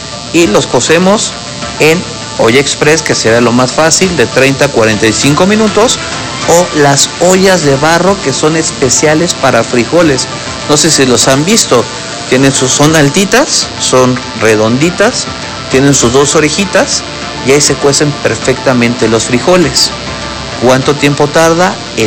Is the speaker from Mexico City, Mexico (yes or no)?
yes; Mexico City, Mexico; born there; moved away as an adult; now in Puebla, Mexico; Acuérdense, amigos, que yo nací en la Ciudad de México, pues en la capital, y es muy difícil que pudiéramos ir luego a los mercados por el ritmo de vida. Ya estamos apurados todo el día, pero cuando yo llegué a Puebla hace ya 18 años